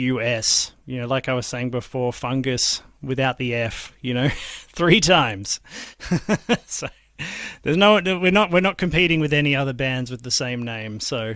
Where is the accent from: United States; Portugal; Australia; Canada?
Australia; Sydney, New South Wales; I mean, I grew up in Sydney, so that was my experience.